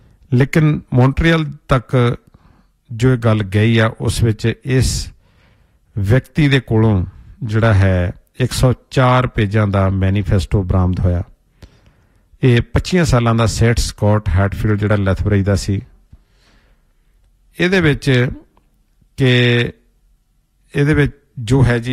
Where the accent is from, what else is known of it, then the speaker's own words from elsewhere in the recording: Punjab, India; now in Canada; ਅਸੀਂ ਪੰਜਾਬ ਤੋਂ ਆਏ ਹਾਂ ਅਤੇ ਜਿਸ ਖਿੱਤੇ 'ਚੋਂ ਆਏ ਹਾਂ ਉੱਥੇ ਅਫੀਮ ਜਿਹੜੀ ਹੈ ਜੀ, ਓਪੀਅਮ ਹੈ, ਉਸ ਦੇ ਬਾਰੇ ਅਸੀਂ ਚੰਗੀ ਤਰ੍ਹਾਂ ਜਾਣਦੇ ਹਾਂ